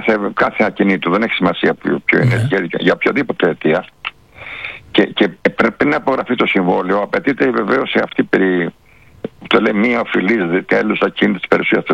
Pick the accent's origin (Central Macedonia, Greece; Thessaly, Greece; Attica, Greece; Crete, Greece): Crete, Greece; Chania; στα Χανιά, στην πατρίδα μου, που λέω τώρα εγώ.